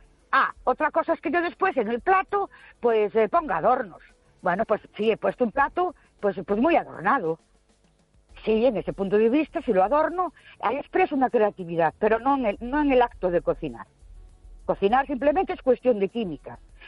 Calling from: Ourense, Galicia, Spain; de Ourense.

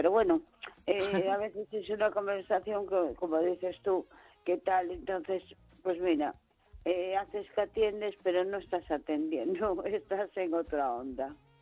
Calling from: A Coruña, Galicia, Spain; de Coruña.

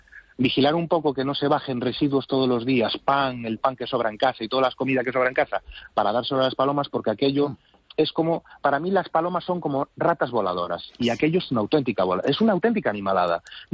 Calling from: A Coruña, Galicia, Spain; Soy vecino de Agra de Bragua. Como usted sabe, toda esa zona está muy masificada.

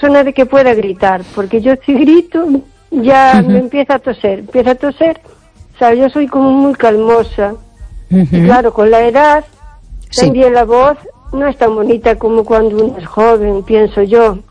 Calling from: O Carballiño, Galicia, Spain; de Carballiño.

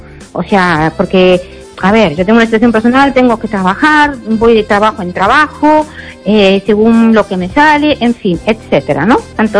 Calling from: Ourense, Galicia, Spain; Mira, hola. Mira, bueno … de Orense.

